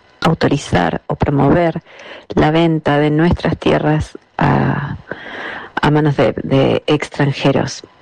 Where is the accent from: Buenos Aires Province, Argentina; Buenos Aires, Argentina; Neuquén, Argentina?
Neuquén, Argentina; soy argentina, nacida y criada en Neuquén.